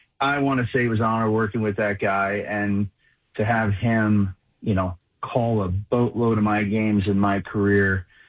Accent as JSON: {"language": "English", "region": "New York", "country": "United States", "tie": "born or raised there", "said": "And I always used to remember as a kid, like growing up in New York"}